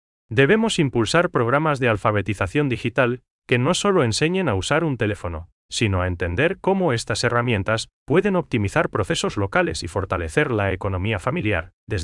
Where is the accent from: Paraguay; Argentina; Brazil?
Paraguay; nos identifica como paraguayos ante el mundo